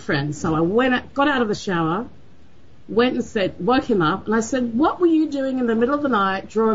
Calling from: Sydney, New South Wales, Australia; I'm calling from Sydney, Australia.

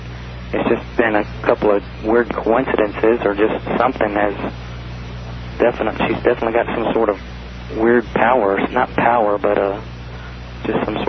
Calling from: Anchorage, Alaska, United States; I'm calling from Anchorage, Alaska.

